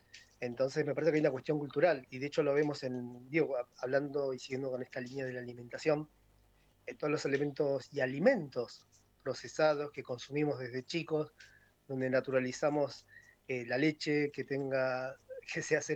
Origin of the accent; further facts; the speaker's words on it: Avellaneda, Buenos Aires Province, Argentina; yo porque soy de Avellaneda